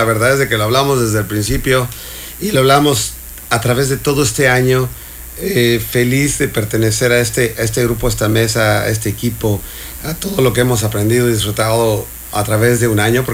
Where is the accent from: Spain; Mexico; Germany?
Mexico; sabemos que somos mexicanos